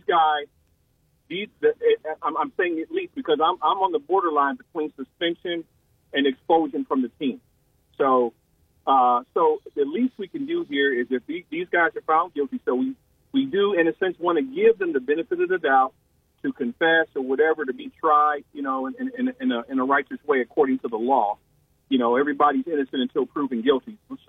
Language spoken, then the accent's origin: English; Cleveland, Ohio, United States; I grew up around the Glenville area.